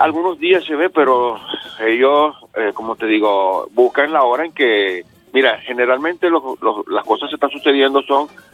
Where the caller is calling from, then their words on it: Tomé, Biobío, Chile; Aquí de Tomé.